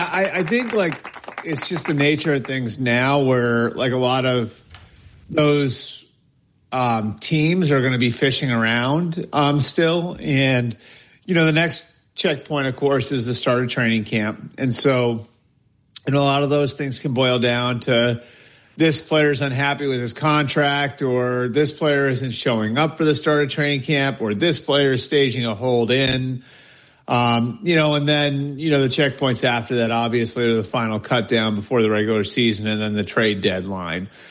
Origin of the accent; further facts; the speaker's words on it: New England, United States; growing up in New England, in a place where the team never played in the city, at least during my lifetime, right?